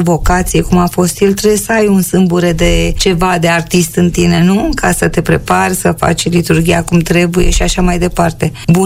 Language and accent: Romanian; Romania; born there; Eu m-am născut lângă București în 1946, deci sunt sudistă, cum spun eu